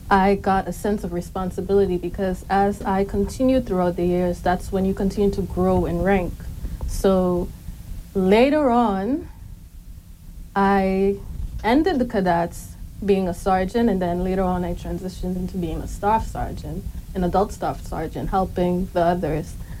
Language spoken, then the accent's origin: English; Turks & Caicos Islands; So I was born and raised in Grand Turk. I was born in the quarry.